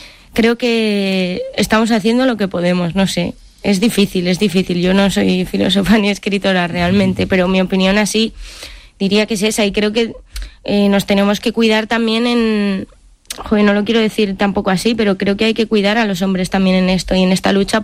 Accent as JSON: {"language": "Spanish", "town": "Madrid", "region": "Community of Madrid", "country": "Spain", "said": "viví una adolescencia en la que yo también que soy de Madrid el feminismo"}